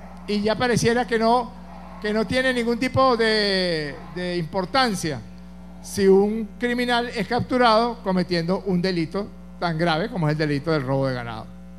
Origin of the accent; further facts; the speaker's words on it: Barquisimeto, Lara, Venezuela; yo soy de Barquisimeto, estado Lara.